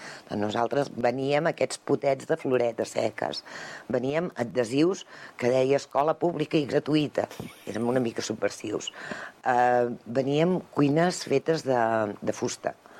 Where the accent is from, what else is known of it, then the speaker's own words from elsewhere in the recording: Catalonia, Spain; born there; also born or lived in Banyoles; jo recordo la meva infantesa, adolescència, a Banyoles. Nosaltres teníem una caravana i vivia tot l'any a Banyoles.